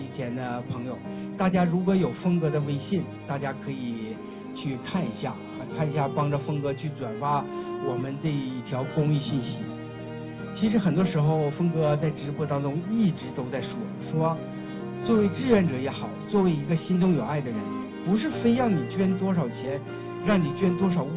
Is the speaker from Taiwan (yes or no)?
no; China; 我们的生在一个和平，生在一个泱泱大国，是不是？我们真的作为中国人